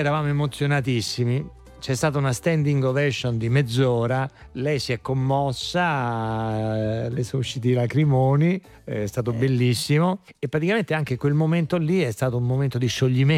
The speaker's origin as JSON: {"language": "Italian", "town": "Rome", "region": "Lazio", "country": "Italy", "said": "perché io vengo da Roma e, diciamo, l'organizzazione"}